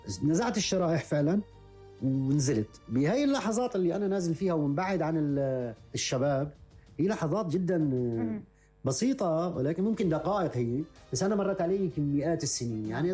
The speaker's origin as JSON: {"language": "Arabic", "region": "Idlib Governorate", "country": "Syria"}